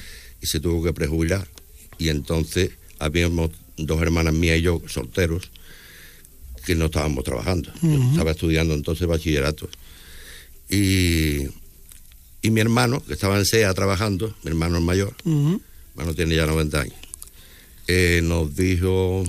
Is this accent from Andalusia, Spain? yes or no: yes; Mairena, Andalusia, Spain; born there; Yo nací en Mairena.